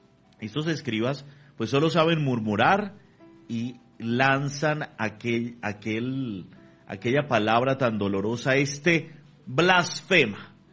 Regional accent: Venezuela; Y aquí mi llamado también y mi reflexión personal como venezolano, mi reflexión hacia mis hermanos venezolanos

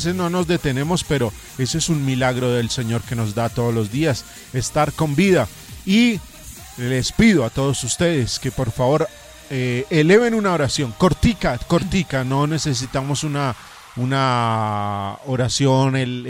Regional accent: Colombia; somos colombianos

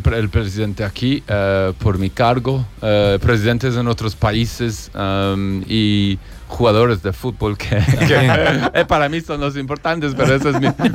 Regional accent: London, United Kingdom; Spanish is a second language; moved away as an adult; now in El Salvador; Yo nací en Londres, crecí en Londres.

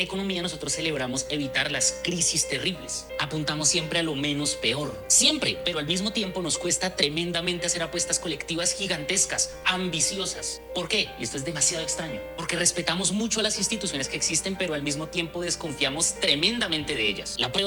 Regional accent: Colombia

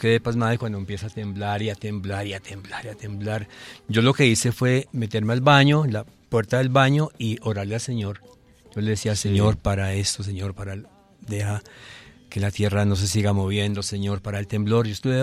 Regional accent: Manizales, Caldas, Colombia; Cuando no, resulta Manizales, que es mi tierra donde nací, la catedral donde me bautizaron, pues sufrió todos esos daños.

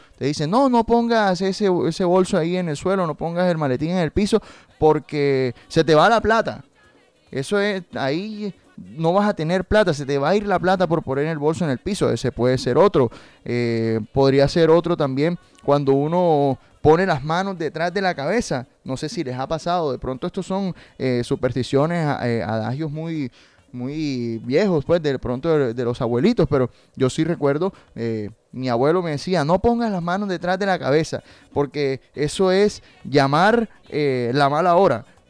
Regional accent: Colombia

